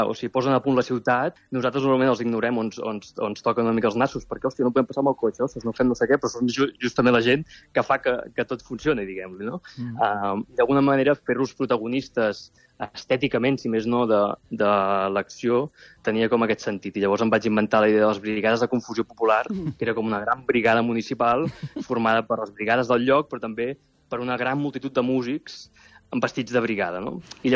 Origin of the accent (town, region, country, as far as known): Mataró, Catalonia, Spain